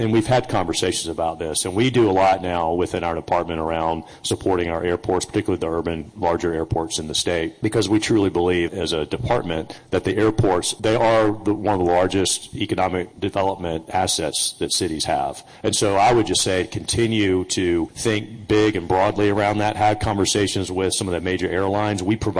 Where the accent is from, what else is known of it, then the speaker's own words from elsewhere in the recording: Atlanta, Georgia, United States; I grew up in Atlanta, by the way